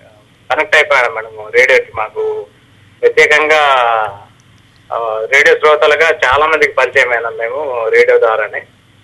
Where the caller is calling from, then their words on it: Kothagudem, Telangana, India; నేను కొత్తగూడెం బర్మకాం నుంచి మాట్లాడుతున్నాను మేడం.